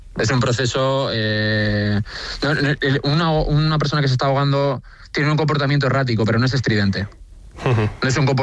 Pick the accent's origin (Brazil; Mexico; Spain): Spain; Canary Islands; also born or lived in San Sebastián; Yo me crié en Fuerteventura, soy de Donostiarra, pero me crié en Fuerteventura.